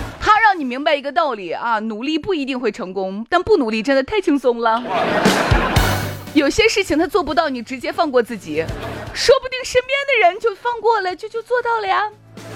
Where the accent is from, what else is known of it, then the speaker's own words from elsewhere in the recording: Shaanxi, China; 我们陕西人